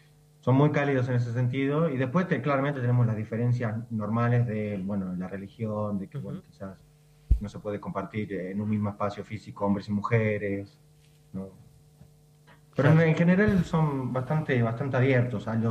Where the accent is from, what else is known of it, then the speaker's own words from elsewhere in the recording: Argentina; now in Jordan; yo soy el único argentino acá que da clases de tango.